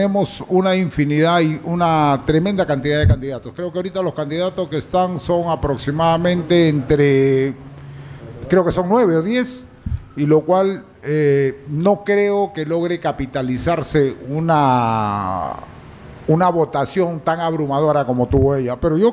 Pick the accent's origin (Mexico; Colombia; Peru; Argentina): Peru; Tambogrande, Piura